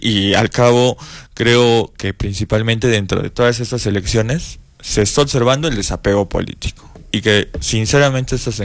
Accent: Arequipa, Peru; yo como ciudadano arequipeño

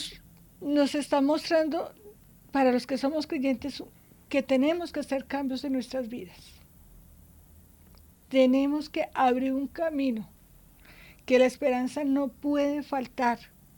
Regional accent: Colombia; Forma parte de ser colombianos.

